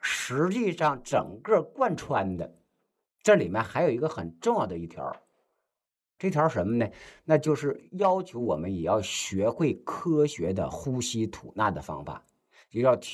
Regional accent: China; 就是未来我们中国人要实现的这个健康标准

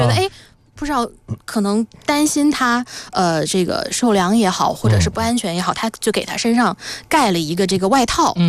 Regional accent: Hunan, China; 我是湖南人

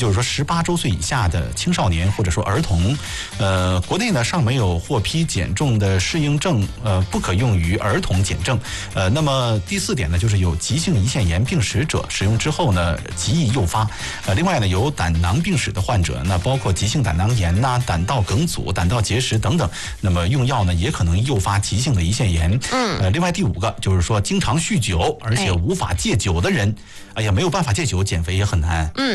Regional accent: Northeast China, China; accent: Northeastern; 咱们东北话叫什么叫干喇是吧。

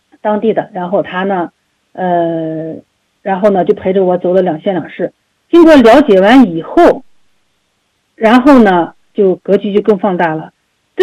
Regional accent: Urumqi, Xinjiang, China; 本土视角，我是在咱们新疆北疆长大的啊，是在乌鲁木齐长大的，然后呢我对我们冬天的雪印象特别深

